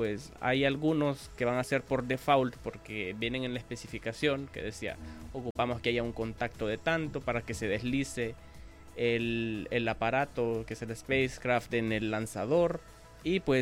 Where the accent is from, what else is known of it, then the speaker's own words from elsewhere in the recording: Honduras; desde mi perspectiva como docente y como hondureño